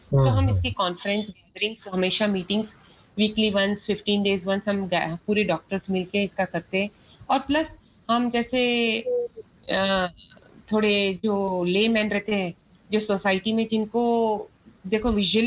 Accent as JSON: {"language": "Hindi", "town": "Raipur", "region": "Chhattisgarh", "country": "India", "said": "मैं छत्तीसगढ़ रायपुर से हूँ"}